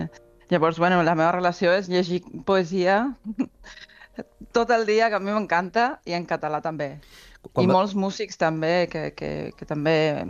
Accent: Argentina; Catalan is a second language; moved away as an adult; Clar, al principi va ser un xoc, perquè tenia 20 anys i fa molt d'això també. Llavors, bueno, des del meu barri d'Argentina, arribar aquí, el tema de l'idioma em quedava com molt lluny, no?

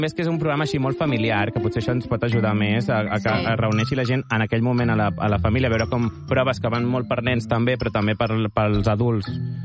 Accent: Catalonia, Spain; Però prou de dir que som catalans.

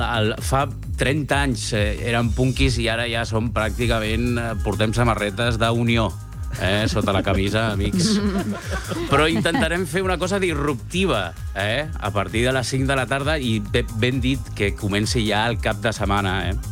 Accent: Catalonia, Spain; accent: català salat del Baix Llobregat; amb el meu català salat del Baix Llobregat

